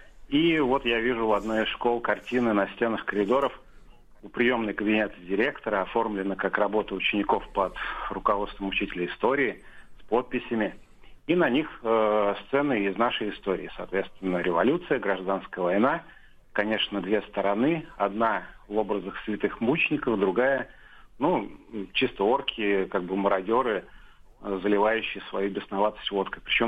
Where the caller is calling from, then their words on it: Samara, Samara Oblast, Russia; я из Самары.